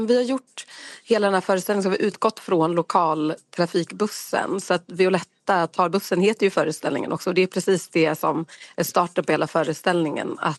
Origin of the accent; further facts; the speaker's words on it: Umeå, Västerbotten County, Sweden; jag har själv inte bott i Sorsele, jag är från Umeå